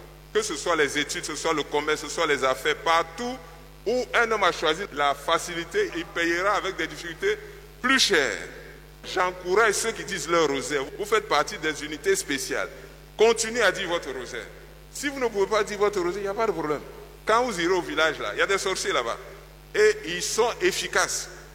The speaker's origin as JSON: {"language": "French", "region": "Lagunes", "country": "Côte d’Ivoire", "tie": "born or raised there", "moved": "yes", "said": "Je suis originaire de la région de Jacquesville."}